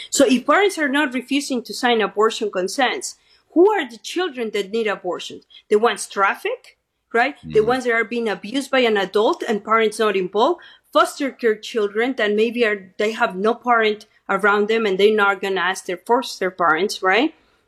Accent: Arizona, United States; even my home state, Arizona

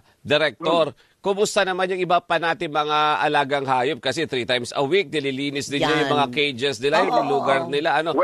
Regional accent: Manila, Metro Manila, Philippines; kumbaga ako taga Maynila

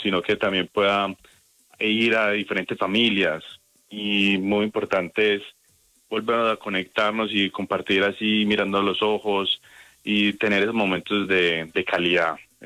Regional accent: Colombia; nosotros como colombianos

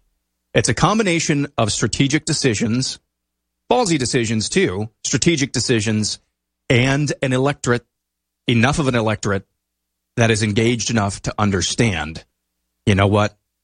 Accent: Lamoni, Iowa, United States; The town that I grew up in Iowa here, Lamoni, Iowa.

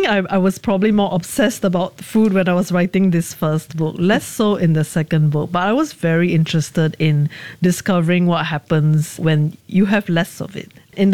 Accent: Malaysia; I feel like as a Malaysian writer

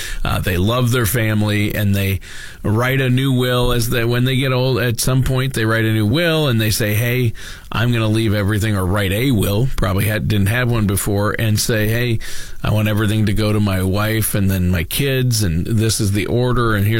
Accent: Minnesota, United States; I'm from Minnesota

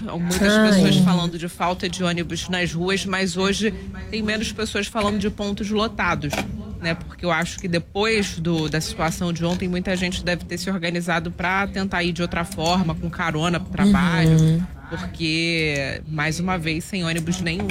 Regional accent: Brazil

